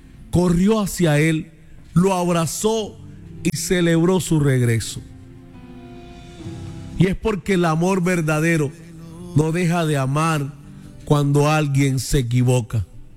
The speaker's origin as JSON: {"language": "Spanish", "town": "Arjona", "region": "Bolívar", "country": "Colombia", "tie": "born or raised there", "said": "En el sector donde yo crecí, en Arjona, en la calle Lomba"}